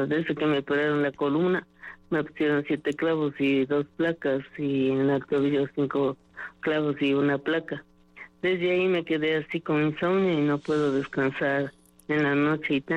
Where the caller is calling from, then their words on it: Valle de los Chillos, Pichincha, Ecuador; del Valle de los Chillos.